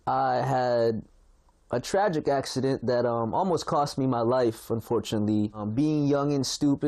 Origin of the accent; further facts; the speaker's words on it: Philippines; As a young kid, being Filipino and loving music as well, I envisioned myself to do that professionally when I grew up.